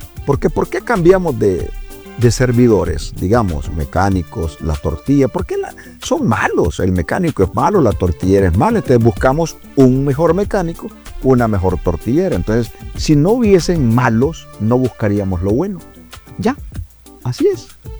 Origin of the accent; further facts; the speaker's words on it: Honduras; los maestros en mi barrio, en mi pueblo, eran de unidocencia, le dicen, que es para todas las clases